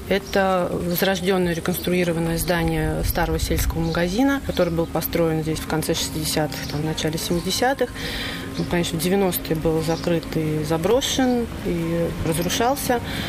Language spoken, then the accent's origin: Russian; Nizhny Novgorod, Nizhny Novgorod Oblast, Russia; also born or lived in Bolshoye Murashkino District; now in Podvyazye, Russia; я из Нижнего Новгорода, наша семья из Нижнего Новгорода. Но детство я проводила у бабушки в Большом Рашкинском районе.